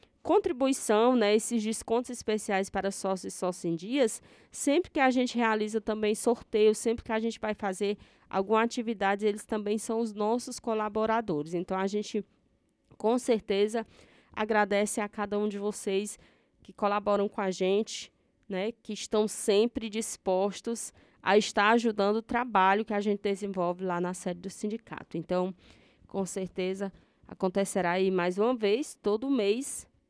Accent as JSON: {"language": "Portuguese", "region": "Northeast Region", "country": "Brazil", "said": "nós que somos nordestinos, que é o povo mais festivo"}